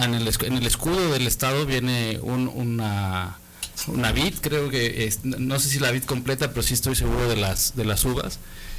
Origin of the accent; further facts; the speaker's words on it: Morelia, Michoacán, Mexico; now in Aguascalientes, Mexico; Yo soy importado, yo soy de Morelia